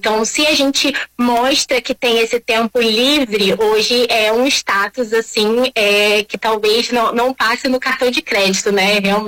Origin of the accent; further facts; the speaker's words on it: Rio de Janeiro, Brazil; Eu sou aqui do Rio de Janeiro, da Zona Oeste, mais especificamente de Bangu. Então, aqui é um território muito quente, tá?